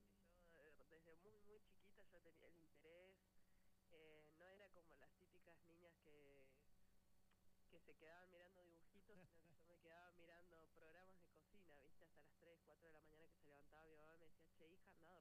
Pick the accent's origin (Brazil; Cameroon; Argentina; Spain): Argentina; Zapala, Neuquén; Sí, sí, nacida y criada acá en mi ciudad natal, hermosa Zapala.